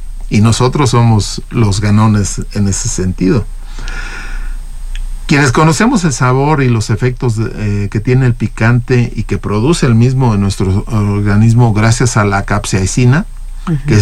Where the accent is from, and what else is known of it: Mexico